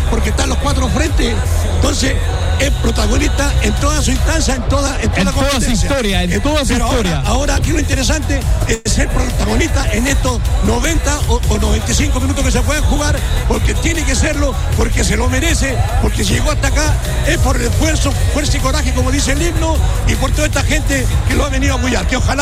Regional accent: Coquimbo, Chile; somos coquimbanos y somos chilenos

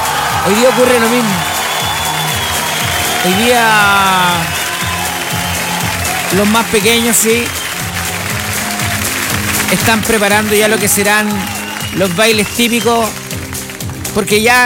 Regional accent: Chile; Del reencuentro como chilenos, con nuestras raíces

